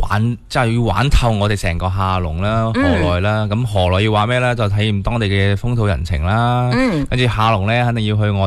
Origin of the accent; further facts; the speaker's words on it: Guangdong, China; 如果好似我哋广东人嚟讲，中意饮热嘢噶嘛，